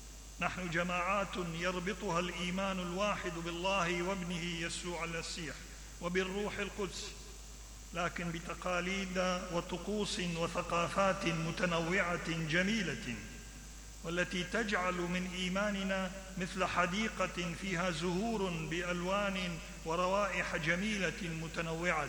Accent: Iraq; قوة كنيستنا الكلدانية هي بقوة الكنائس الشقيقة الأخرى، وخاصة في الشرق وفي بلدنا العراق

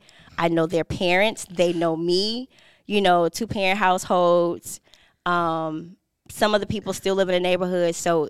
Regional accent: Chicago, Illinois, United States; So I'm from Chicago, Southside.

